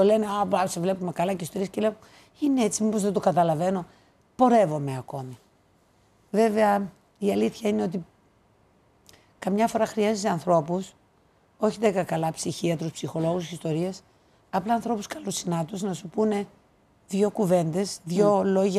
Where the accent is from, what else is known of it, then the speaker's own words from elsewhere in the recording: Trypotamos, Western Macedonia, Greece; also born or lived in Germany; Τρυπόταμο της Φλόρινας σε ένα χωριό 300 ανθρώπων, mm. που δεν έχει τον ήλιο μοίρα, είπαμε, η Πινέζ όταν έμπαινε στο χάρτη, χανόταν το χωριό μου.